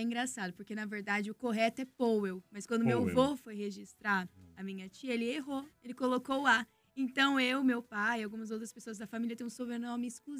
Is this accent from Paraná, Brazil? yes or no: yes; Londrina, Paraná, Brazil; also born or lived in Jataizinho; eu sou londrinense, né? Eu nasci em Jataizinho, mas vim pra Londrina